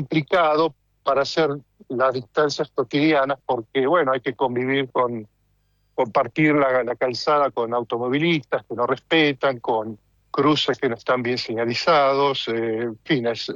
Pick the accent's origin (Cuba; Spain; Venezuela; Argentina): Argentina; now in North Holland, Netherlands; nuestro estilo de vida argentino, pero acá es muy normal. Es muy normal el neerlandés o el holandés. Yo vivo en Holanda.